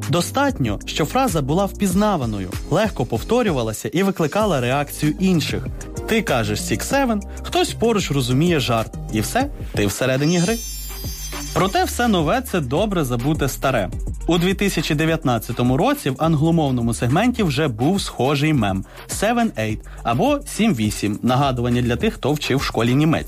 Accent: Ukraine; Що цікаво, на моїй рідній Бойківщині можна почути іншу інтерпретацію 7-8.

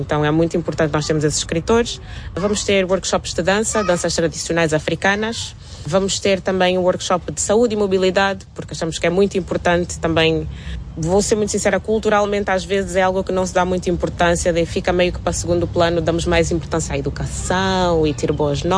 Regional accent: Angola; Ora bem, de Angola nós vamos ter um que eu gosto muito. Eu não era muito boa a jogar, mas era o meu favorito

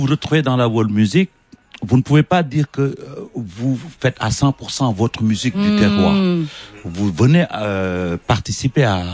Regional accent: Senegal; je suis un Sénégalais, fier de l'être.

